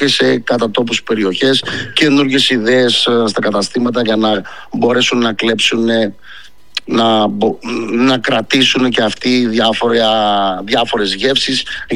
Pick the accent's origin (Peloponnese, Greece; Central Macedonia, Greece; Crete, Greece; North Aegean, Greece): Central Macedonia, Greece; Thessaloniki; Θεσσαλονίκη είναι